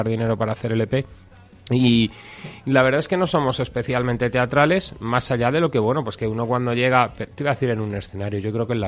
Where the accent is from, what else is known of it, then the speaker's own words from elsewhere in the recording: Madrid, Community of Madrid, Spain; Pero yo soy de Carabanchel, sí, más que no he conocido otra cosa.